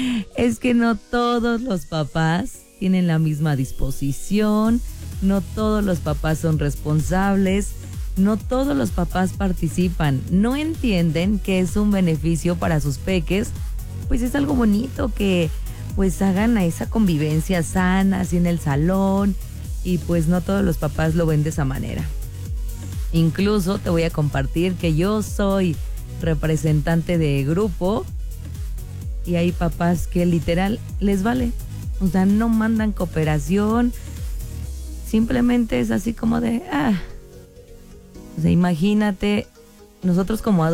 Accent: Calimaya, State of Mexico, Mexico; Sí, tan bello mi pueblito allá en la Conchita Calimaya.

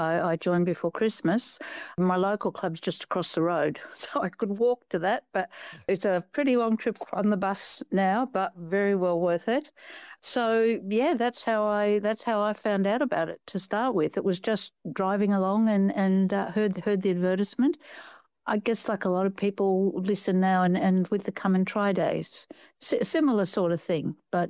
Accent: Papua New Guinea; But I went to boarding school. I grew up in New Guinea. I was born and brought up in New Guinea.

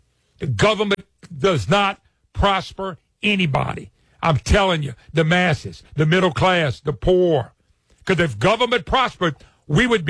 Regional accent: Louisiana, United States; from Louisiana, and yes, I get excited because I love our country.

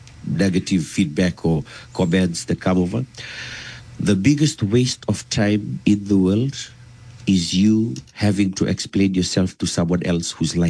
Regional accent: Fiji; born there; moved away; I was back in Fiji. You know, I was born in Fiji. I wasn't born in Rutuma.

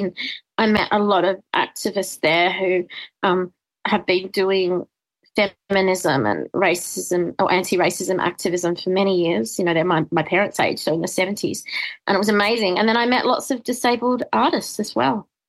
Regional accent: Australia; So they arrived here in January, I think, of 1981, and I was born later that year in December. And so I identified as very Australian, I think.

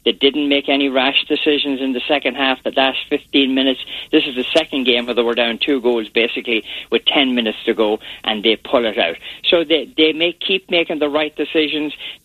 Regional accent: Ireland; I'm Irish.

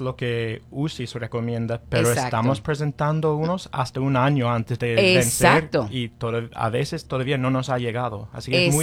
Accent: Indiana, United States; Yo soy del norte de Indiana originalmente, uh-huh, ahí hay algunas comunidades de Amish

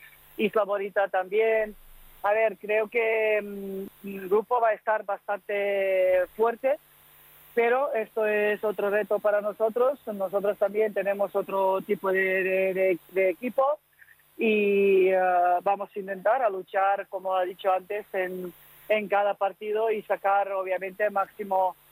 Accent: Serbia; Spanish is a second language; moved away; Yo prefiero así, en mi mentalidad, como soy de Serbia, mentalidad tengo a ganar todos los partidos

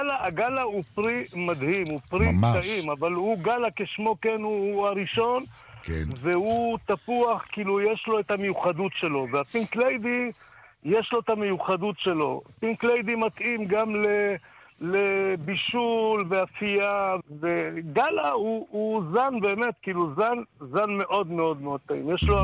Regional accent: Dimona, Southern District, Israel; moved away as an adult; also born or lived in Merom Golan; now in Sha'al, Golan Heights; אני במקור מדימונה.

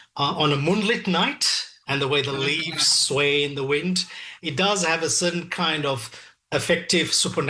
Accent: Perlis, Malaysia; I grew up in Malaysia and spent part of my lot of that time in the rural Perlis, rural province in the north of Malaysia. And it was a very Malay place, a very strong culturally Malay part of the country.

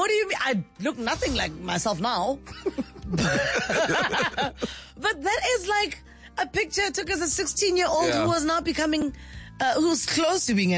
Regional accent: South Africa

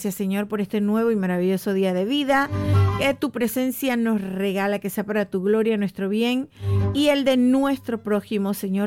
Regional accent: Monagrillo, Herrera, Panama; born there; las patronales de mi pueblo, hermoso, mi pueblito, mi tierrita hermosa, Monagrillo

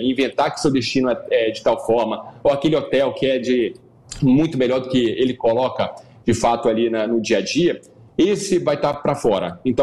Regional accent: Rio de Janeiro, Brazil; que a gente sabe como que é viajar para o Rio de Janeiro, que eu sou carioca, é uma dificuldade.

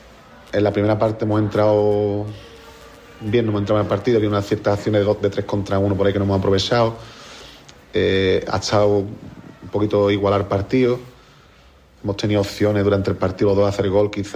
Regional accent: Jerez de la Frontera, Andalusia, Spain; me he sentido querido aquí en mi club, en mi tierra, y nada, me jode no haber podido, bueno, seguir a la eliminatoria e intentar ascender con el club de mi ciudad

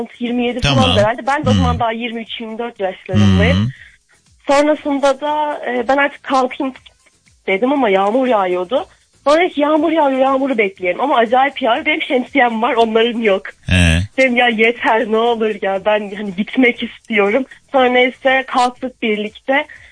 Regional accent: Amasya, Turkey; sen nerelisin, işte ben Amasyalıyım

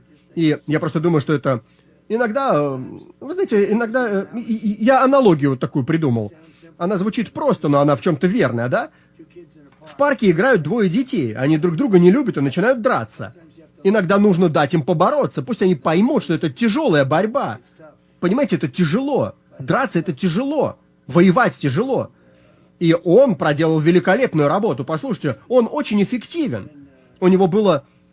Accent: Ukraine; Украинская служба радио «Свободная Европа». Я из Украины.

